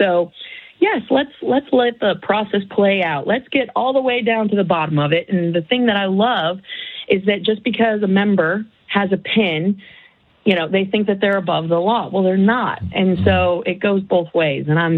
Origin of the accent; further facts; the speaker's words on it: Castle Rock, Colorado, United States; So, you know, that's my home state. I mean, I grew up in Castle Rock, but not too far, about 40 miles north of there.